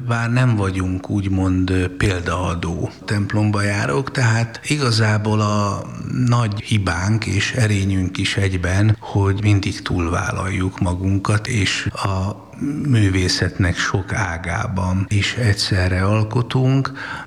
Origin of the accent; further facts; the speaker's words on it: Szolnok, Jász-Nagykun-Szolnok, Hungary; én szolnoki vagyok